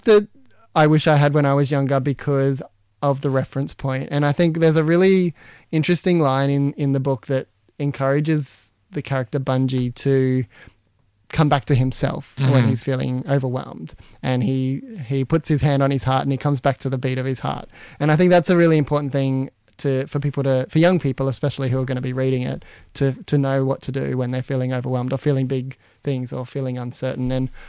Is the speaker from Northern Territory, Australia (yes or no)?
yes; Katherine, Northern Territory, Australia; moved away; like I grew up off country in Catherine, and so my family's from New South Wales.